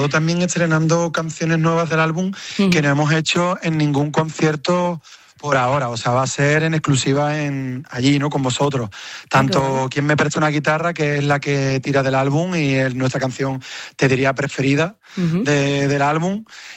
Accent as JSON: {"language": "Spanish", "area": "Cádiz", "region": "Andalusia", "country": "Spain", "said": "Los dos somos de Cádiz, uno de San Fernando y el otro de la línea de la Concepción."}